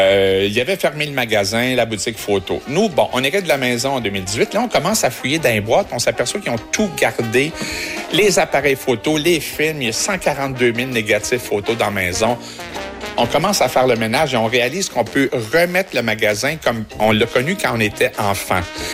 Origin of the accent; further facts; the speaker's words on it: Matane, Quebec, Canada; born there; also born or lived in Montreal; je suis né à Matane. J'habite à Matane après un long détour à Montréal.